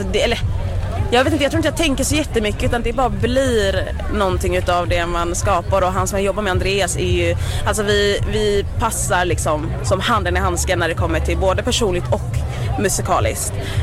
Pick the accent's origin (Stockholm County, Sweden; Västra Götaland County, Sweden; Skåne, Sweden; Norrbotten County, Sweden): Västra Götaland County, Sweden; Gothenburg; Jag är ju från Göteborg